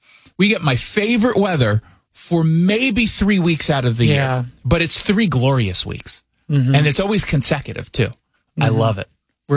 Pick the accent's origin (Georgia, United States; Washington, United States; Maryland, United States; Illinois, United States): Washington, United States; Seattle; No, I'm from Seattle. They're just not used to us.